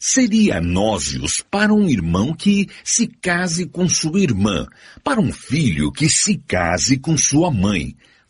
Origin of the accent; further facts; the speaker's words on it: São Caetano do Sul, São Paulo, Brazil; Eu teria que voltar para a minha cidade onde cresci, São Caetano do Sul.